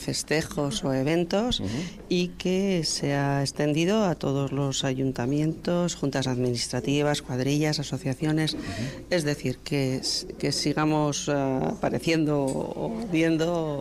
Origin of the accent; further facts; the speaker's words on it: Manzanos, Basque Country, Spain; Sí, yo soy de Manzanos, sí. Lo hacemos en Manzanos